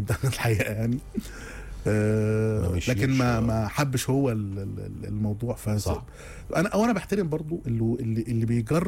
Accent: Egypt; ولا عشان احنا مصريين يعني

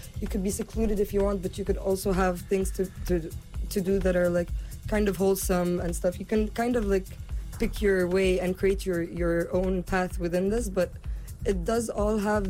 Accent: Cairo, Cairo Governorate, Egypt; moved away as an adult; also born or lived in New York; now in Dahab, Egypt; before Dahab, I was living in New York, and I mean, I come from Cairo, but I was studying in New York

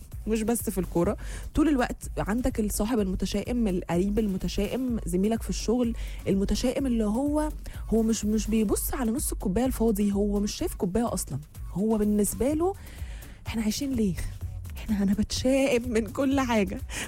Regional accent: Egypt; احنا كمصريين

